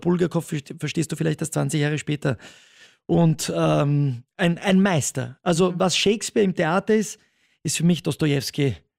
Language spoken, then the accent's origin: German; Italy; Das sage ich als Italiener.